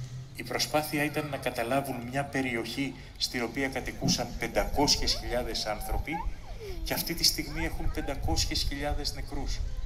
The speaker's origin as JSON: {"language": "Greek", "country": "Greece", "said": "Εμείς ως Έλληνες δεν σταματάμε να μνημονεύουμε τους Ρώσους αδερφούς μας."}